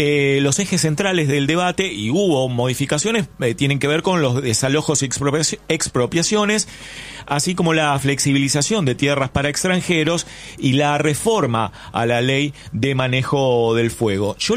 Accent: San Miguel, Buenos Aires Province, Argentina; Yo soy de San Miguel.

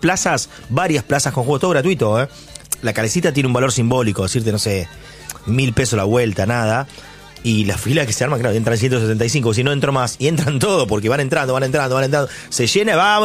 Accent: Buenos Aires Province, Argentina; ¿cómo somos de Buenos Aires? Yo soy bonaerense.

